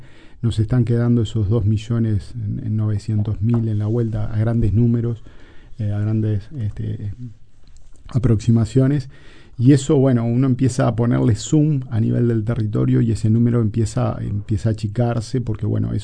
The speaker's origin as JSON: {"language": "Spanish", "country": "Uruguay"}